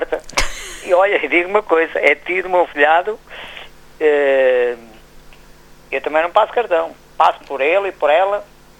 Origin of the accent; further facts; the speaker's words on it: Condeixa-a-Nova, Centro, Portugal; Aqui da freguesia, onde eu estou, da minha terra, é uma mulher, a Marta Ferro, da Câmara de Condeixa.